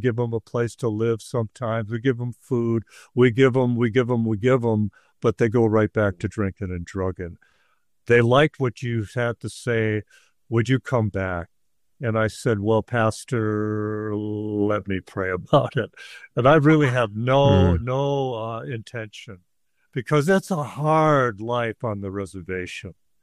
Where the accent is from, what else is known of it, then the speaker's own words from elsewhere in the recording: Texas, United States; We're from Texas, you know.